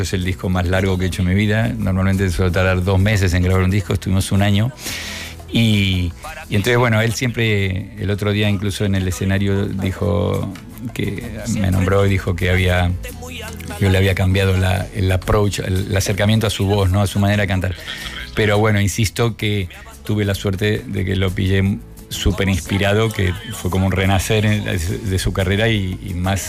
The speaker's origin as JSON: {"language": "Spanish", "town": "Murcia", "region": "Region of Murcia", "country": "Spain", "said": "y yo decía, pero si soy de Murcia."}